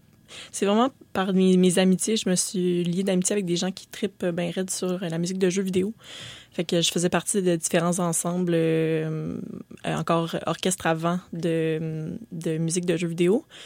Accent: Saint-Jérôme, Quebec, Canada; Surtout pas dans mon patelin de région de Saint-Jérôme.

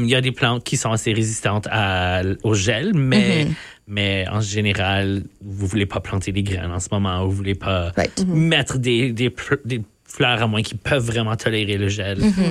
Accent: Sainte-Anne, Manitoba, Canada; quand j'ai grandi à Sainte-Anne, proche du village de Sainte-Anne

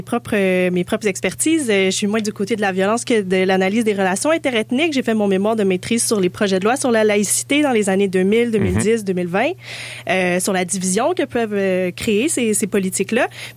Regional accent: Montreal, Quebec, Canada; Puis je pense qu'on se reconnaît en tant que Montréalais aussi là

